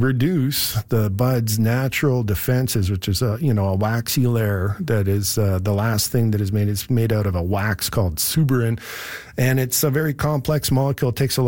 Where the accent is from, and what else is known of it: Calgary, Alberta, Canada; born or raised there